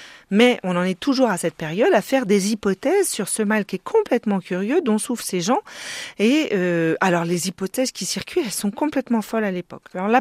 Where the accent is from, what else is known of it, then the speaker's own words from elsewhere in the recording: France; chez nous en France